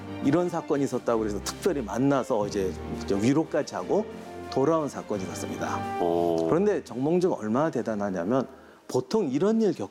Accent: South Korea; 저도 한국 사람이지만 한국 사람이 활 잘 쏘는 건 뭔지를 이유가 뭔지 모르겠어요.

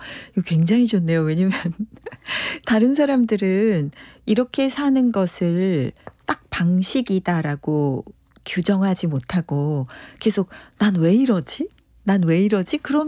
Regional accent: Seoul, South Korea; born there; 저도 서울에서 태어났는데 아직 대한민국에 못 가본 곳이 굉장히 많고

